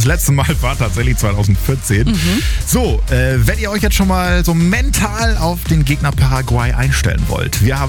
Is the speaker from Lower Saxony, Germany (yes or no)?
yes; Lower Saxony, Germany; Generell Ostfriesland bei diesen Temperaturen, nicht nur weil es meine Heimat ist, ist deutlich erfrischender.